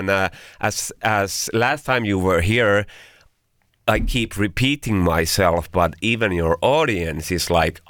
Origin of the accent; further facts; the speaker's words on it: Helsinki, Uusimaa, Finland; Like decades now in Helsinki. And when I go to your show in my hometown